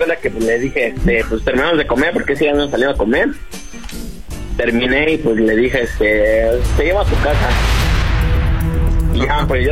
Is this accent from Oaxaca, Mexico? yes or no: no; Mexico City, Mexico; Tengo 20 años y aquí estoy de la Ciudad de México.